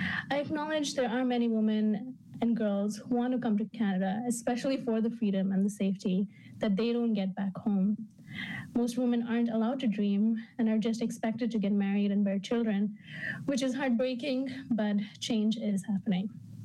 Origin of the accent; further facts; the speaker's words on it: Bangalore, Karnataka, India; now in Dubai, United Arab Emirates; I grew up in Bangalore, a metropolitan city in South India, and moved to Dubai with my family in 2012.